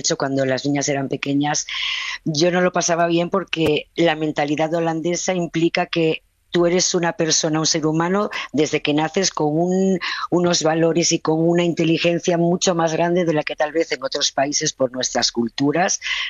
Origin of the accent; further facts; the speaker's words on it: Asturias, Spain; Bueno, para mí sí, porque yo soy asturiana pequeñita y como que me parecía bastante alto.